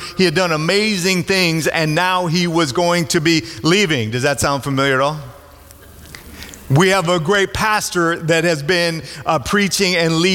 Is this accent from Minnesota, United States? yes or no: yes; Minnesota, United States; I grew up in Minnesota, and my dad is a Jewish atheist.